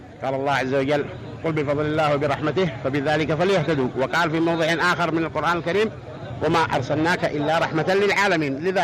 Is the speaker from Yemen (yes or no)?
yes; Yemen; ولذلك نحن كشعب يمني أول من يجسد هذه الشعيرة العظيمة